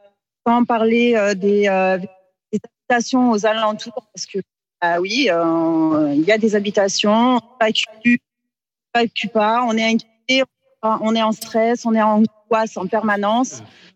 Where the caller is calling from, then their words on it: Brignoles, Provence-Alpes-Côte d'Azur, France; sur Brignoles, où j'habite le quartier derrière, ou du moins en face.